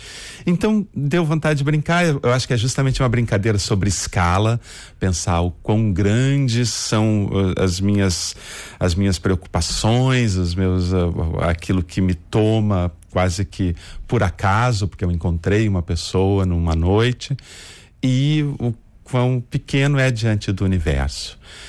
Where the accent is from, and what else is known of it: Porto Alegre, Rio Grande do Sul, Brazil